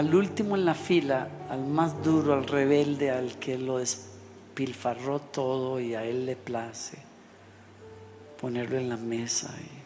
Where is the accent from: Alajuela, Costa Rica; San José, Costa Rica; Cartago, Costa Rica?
San José, Costa Rica; Moravia; en el parque de mi pueblo en Costa Rica. De ahí vengo yo, un pueblito que se llama Moravia